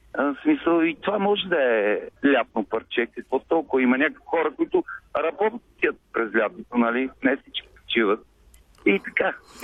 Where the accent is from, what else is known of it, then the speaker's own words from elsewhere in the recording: Bozhurishte, Sofia Province, Bulgaria; съм от Божурище, такова селско момче